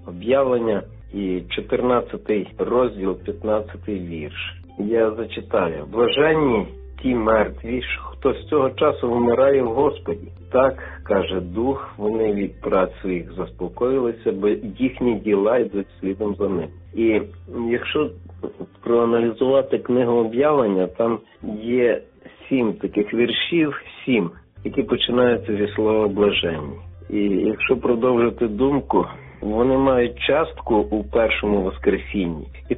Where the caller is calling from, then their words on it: Lviv, Lviv Oblast, Ukraine; я зі Львова.